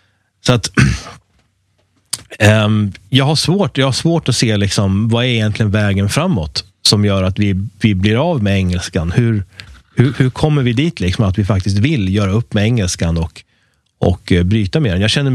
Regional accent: Sweden

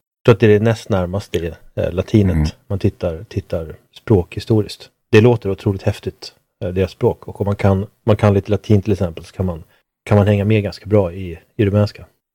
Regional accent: Sweden; Och med som svensk så tycker jag att det är extremt, det är väldigt deprimerande och motbjudande.

